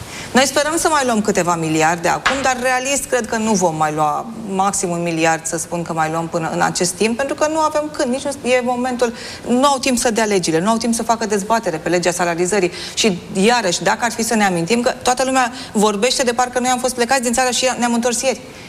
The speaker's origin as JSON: {"language": "Romanian", "country": "Romania", "said": "Eu cred că în momentul ăsta putem să spunem că programul este un eșec pentru că noi suntem români."}